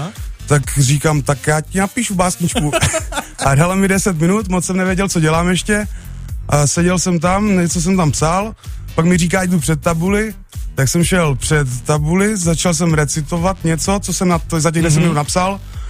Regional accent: Ivančice, South Moravian Region, Czechia; born there; narodil jsem se v Ivančicích.

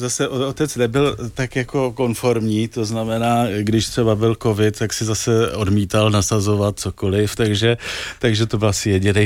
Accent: Prague, Czechia; Já jsem vyrůstal na Smíchově, kde to jsem musel každý obden, jsme tam měli nějakou bitku už od školky

